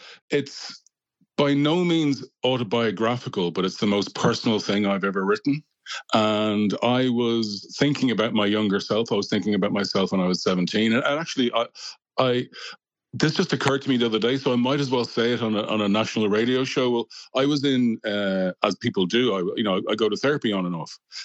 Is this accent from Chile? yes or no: no; Dublin, Leinster, Ireland; accent: Dublin; now in Glasgow, United Kingdom; I'm talking to you from Glasgow today, where I work at a university, the University of Strathclyde. But my accent is very much from Dublin, and I imagine that I'm culturally Irish still.